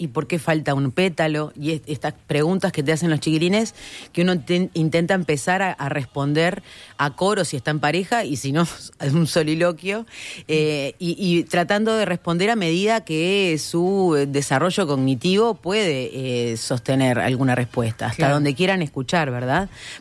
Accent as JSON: {"language": "Spanish", "region": "Maldonado", "country": "Uruguay", "tie": "born or raised there", "said": "mi infancia, una infancia en Maldonado"}